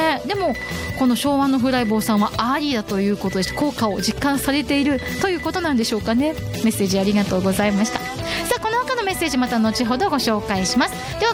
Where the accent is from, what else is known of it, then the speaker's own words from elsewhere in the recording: Hokkaido, Japan; 北海道民としてもトウモロコシの産地ですからやってみたいなと思いました。